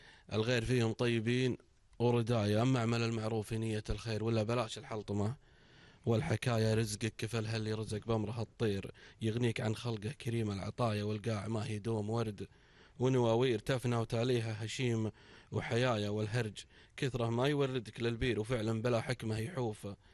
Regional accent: Kuwait; كنت في علاج بالخارج مع الأهل واشتد الحنين علي في الكويت

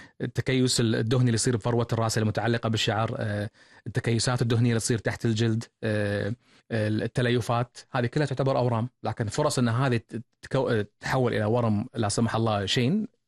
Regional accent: Kuwait; احنا عندنا بالكويت

